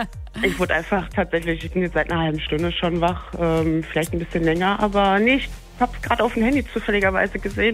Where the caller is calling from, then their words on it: Bergkamen, North Rhine-Westphalia, Germany; Ich bin zu Hause in Bergkamm.